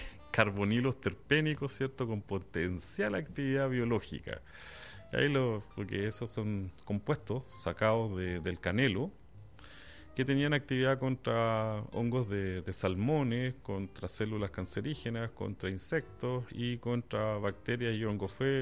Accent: Valdivia, Los Ríos, Chile; moved away as an adult; now in Valparaíso, Chile; Soy valdiviano de origen.

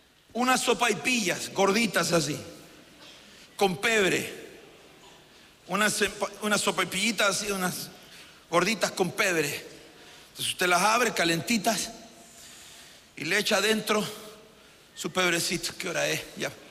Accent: Santiago, Santiago Metropolitan Region, Chile; Somos santiaguinos prudentes.

